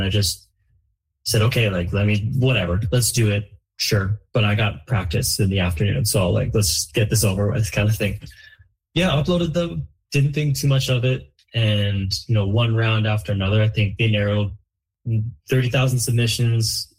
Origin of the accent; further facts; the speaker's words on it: Coquitlam, British Columbia, Canada; For sure. I honestly loved it. It was 18 years of my life. You say Coquitlam, but really it was the Tri-Cities for me.